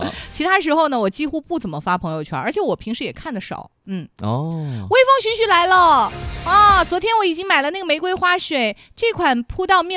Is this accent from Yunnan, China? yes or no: no; Changsha, Hunan, China; 赤岗冲号称长沙最复杂路口，我爸妈家就在那儿，我是从小在那儿长大的，我太熟悉不过了。嗯，我小学就是在沙石塘